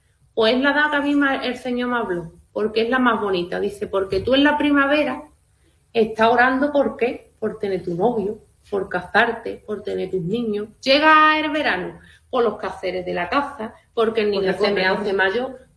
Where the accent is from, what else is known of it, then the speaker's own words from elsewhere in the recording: Andalusia, Spain; Que nosotros estamos acostumbradas a nuestras comidas andaluzas.